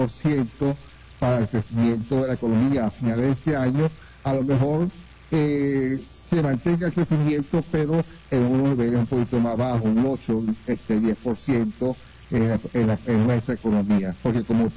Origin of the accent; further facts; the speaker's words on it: Venezuela; los que pagamos todo eso somos nosotros los venezolanos.